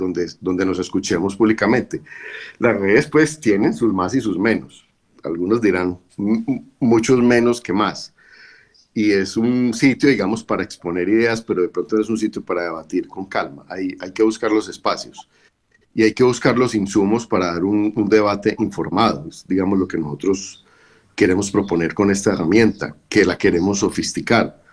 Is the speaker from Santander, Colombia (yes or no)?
no; Pereira, Risaralda, Colombia; Yo soy un pereirano, nacido en Pereira, nunca me he ido de Pereira.